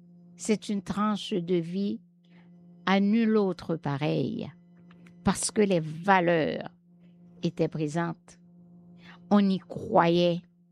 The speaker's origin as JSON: {"language": "French", "town": "Miragoâne", "region": "Nippes", "country": "Haiti", "tie": "born or raised there", "said": "Miragouane, il y avait, mais partout ailleurs, aujourd'hui c'est dans le monde entier, mais je vous parle de ma ville natale."}